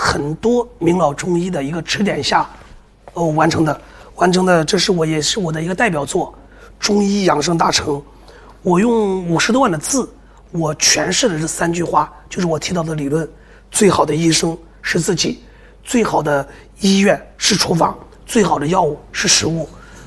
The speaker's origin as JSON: {"language": "Chinese", "country": "Hong Kong"}